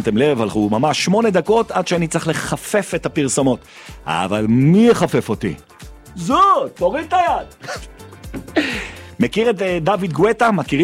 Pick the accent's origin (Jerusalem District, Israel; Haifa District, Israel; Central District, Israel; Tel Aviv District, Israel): Jerusalem District, Israel; Jerusalem; כי אני ירושלמי